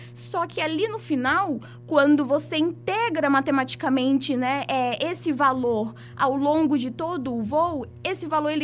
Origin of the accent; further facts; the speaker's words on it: Acre, Brazil; moved away as an adult; now in Maranhão, Brazil; há quase 3 anos eu me mudei do Acre para poder cursar engenharia aeroespacial aqui no Maranhão